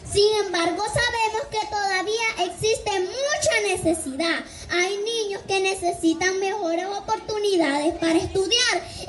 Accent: Balfate, Colón, Honduras; born there; Como representante de la niñez de mi bello municipio Galfate, me siento muy orgullosa de la tierra donde nací.

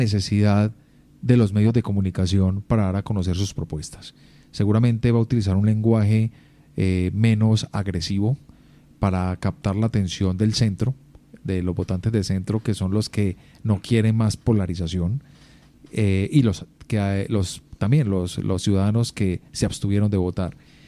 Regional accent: Antioquia, Colombia; Yo creo que el antioqueño, no dejamos de ser regionalistas, los antioqueños también nos caracterizamos por ello

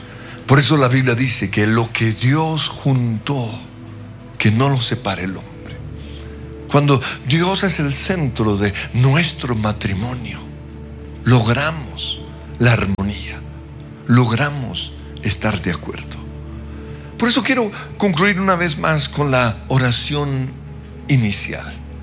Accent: Australia; Ella es de Chiquinquirá, yo soy de Australia.

